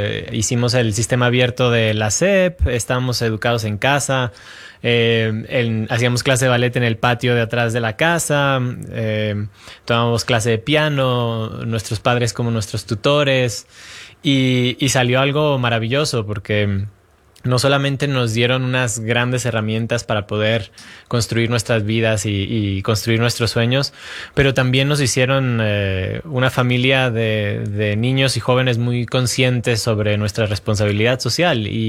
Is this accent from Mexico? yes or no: yes; Mexico; moved away; como mexicano desde niño, cuando empecé a viajar, empecé a hacer competencias